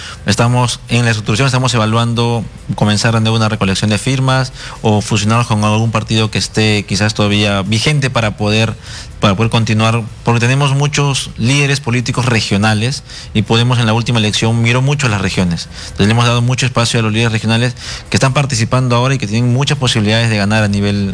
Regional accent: Lima, Peru; Mi mamá llegó de Ayacucho, somos de ahí, yo he nacido y he crecido ahí hasta casi los 20 años antes de salir a estudiar al extranjero.

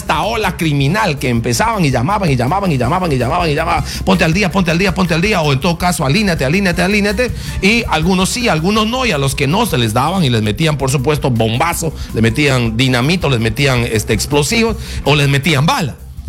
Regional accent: Peru; Somos los peruanos que nos agarramos un carro para hacer emolienteros.

